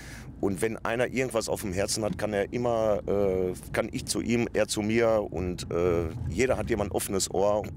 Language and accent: German; Herten, North Rhine-Westphalia, Germany; Aus Westerholt, Herten.